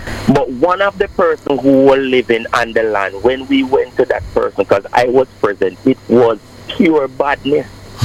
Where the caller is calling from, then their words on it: Clarendon, Jamaica; in 1975, that's the year that I was born, my father purchased a piece of land. I am from Clarendon.